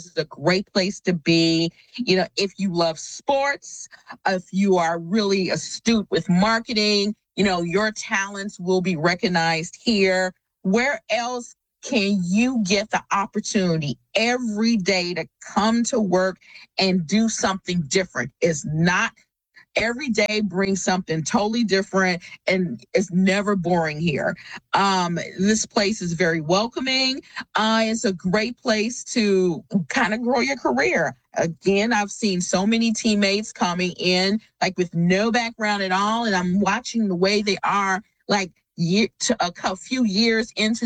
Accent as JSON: {"language": "English", "town": "Chicago", "region": "Illinois", "country": "United States", "tie": "born or raised there", "said": "Growing up in Chicago, being a Bears fan"}